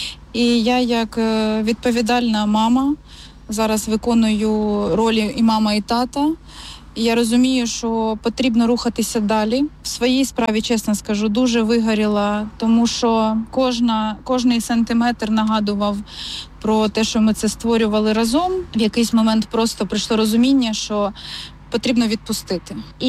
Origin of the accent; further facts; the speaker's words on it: Velyka Pysarivka, Sumy Oblast, Ukraine; moved away as an adult; Ми самі з Великої Писарівки.